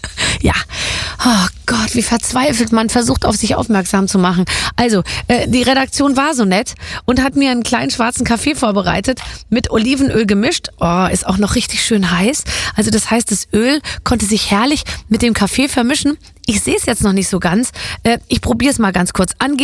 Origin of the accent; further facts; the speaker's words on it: Germany; Das ist eher mein Geschmack, aber ich bin ja auch eine Deutsche und keine Italienerin.